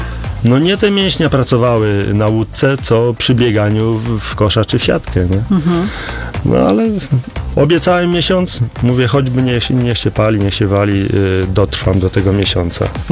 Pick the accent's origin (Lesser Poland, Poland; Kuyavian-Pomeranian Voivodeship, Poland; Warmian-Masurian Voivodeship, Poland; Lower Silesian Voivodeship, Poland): Warmian-Masurian Voivodeship, Poland; Biskupiec; Tam u mnie na terenie gminy Biskupiec, bo pochodzę z gminy Biskupiec.